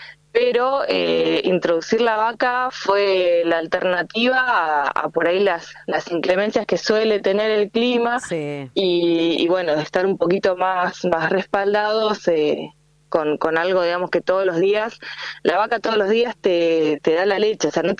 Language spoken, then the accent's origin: Spanish; Río Colorado, Río Negro, Argentina; also born or lived in General Roca; nosotros somos de Río Colorado, estamos ubicados en Colonia Juliá y Echarren, tenemos una chacra de 7 hectáreas, en la cual se practicaba fruticultura por mis abuelos.